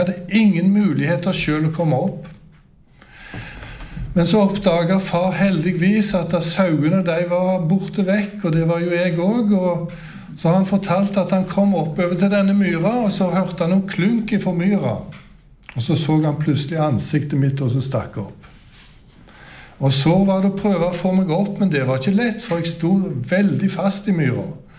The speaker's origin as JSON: {"language": "Swedish", "town": "Tysvær", "region": "Rogaland", "country": "Norway", "tie": "born or raised there", "said": "så växte jag upp på en gård bort i Tysvær som ligger 3 mil ifrån Haugesund. Där hade jag min barndomshem. Och jag var faktiskt odelsgutt hemma på gården också. Men jag blev aldrig någon bonde."}